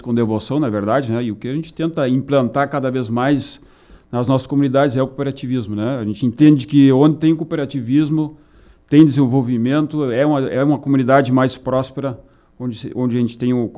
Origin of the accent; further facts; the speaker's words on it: Bagé, Rio Grande do Sul, Brazil; now in Aceguá, Brazil; Natural, nascido em Bagé e hoje é ceguaiense, né? Porque, na verdade, nasci na Colônia Nova, que antigamente era ainda município de Bagé, mas hoje sou de Aceguá, morador de Aceguá.